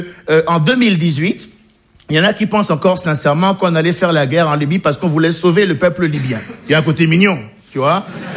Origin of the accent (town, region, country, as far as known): Benin; born or raised there